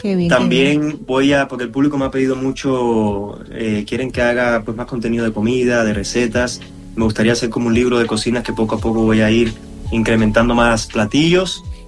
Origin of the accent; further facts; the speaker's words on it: Spain; moved away as an adult; now in United States; Yo, la razón principal por que me fui de España, porque, bueno, estábamos bastante bien allá, nos sentíamos contentos con mi familia